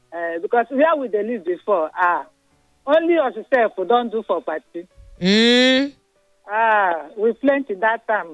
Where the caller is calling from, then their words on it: Ikorodu, Lagos, Nigeria; from Ikorodu.